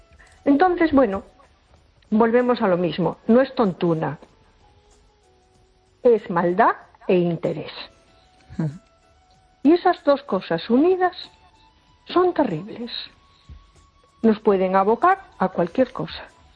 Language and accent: Spanish; A Coruña, Galicia, Spain; Hola, buenas noches … de Coruña.